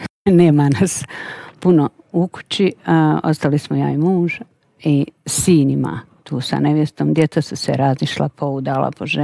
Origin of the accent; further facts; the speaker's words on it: Nevesinje, Republika Srpska, Bosnia & Herzegovina; born there; also born or lived in Mostar; now in Kačuni, Bosnia and Herzegovina; Ja sam Hercegovka, rođena sam u Nevesinju, živjela u Mostaru, udala se u Bosnu, u Kačune, kod Busovače.